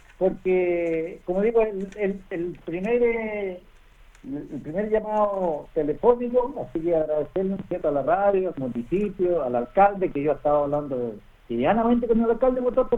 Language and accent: Spanish; Aysén, Chile; Yo soy oriundo de Aysén, de una familia que llegó el año 26. Mi familia está 100 años en Aysén. Yo nací en el campo. Soy la tercera generación de … … que llegó a Aysén